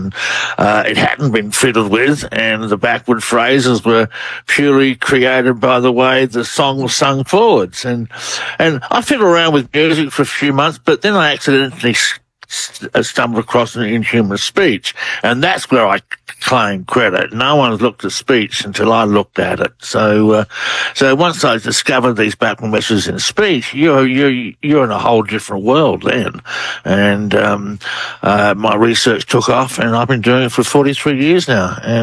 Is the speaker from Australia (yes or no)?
yes; Australia